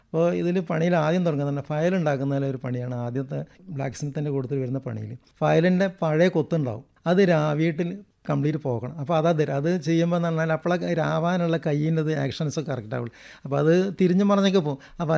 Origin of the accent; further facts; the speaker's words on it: Nadakkavu, Kerala, India; born there; നടക്കാവിൽ കുഴിക്കണ്ടി പറമ്പിലാണ് താമസിക്കുന്നത്.